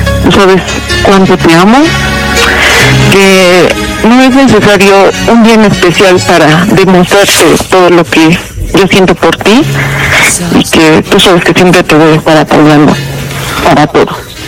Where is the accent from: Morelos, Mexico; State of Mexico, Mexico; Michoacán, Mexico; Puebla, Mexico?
State of Mexico, Mexico; Toluca; De aquí, de Toluca.